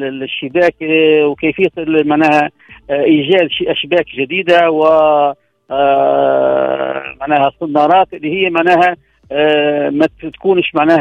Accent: Djerba, Medenine, Tunisia

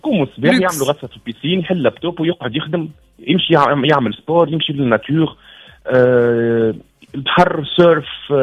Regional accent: Tunisia; تشجيعا لما بلادي تونس العزيزه الغاليه شنو عندها من حاجات

